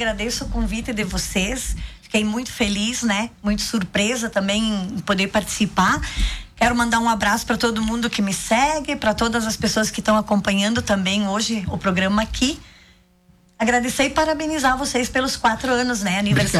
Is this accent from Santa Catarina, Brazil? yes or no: yes; Ipumirim, Santa Catarina, Brazil; eu nasci e me criei em Ipumirim.